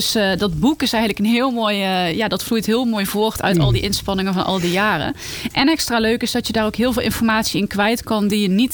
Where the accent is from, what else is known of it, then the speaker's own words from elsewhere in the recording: North Brabant, Netherlands; accent: soft G, Brabantian; moved away as an adult; Ja, ik heb de zachte G. En ik kwam daar vooral pas achter ook toen ik in Utrecht ging studeren.